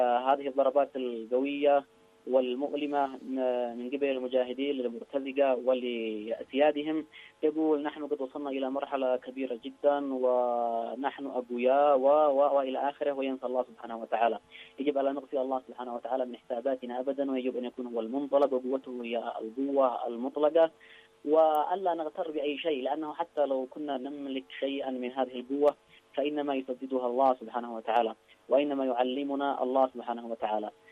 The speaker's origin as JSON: {"language": "Arabic", "country": "Yemen", "said": "فنحن كشعب يمني"}